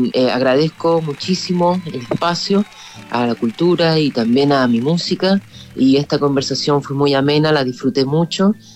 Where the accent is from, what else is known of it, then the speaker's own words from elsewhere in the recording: Santiago, Santiago Metropolitan Region, Chile; moved away as an adult; also born or lived in Buenos Aires; now in Berlin, Germany; Yo soy de Santiago, sí. Nací y me crié en una comuna de Santiago que se llama Renca.